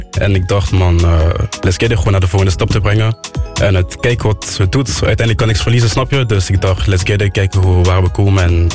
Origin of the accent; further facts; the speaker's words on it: DR Congo; first language French; Dutch is a second language; Ik ben Franstalig opgevoed, ik ben Congolees.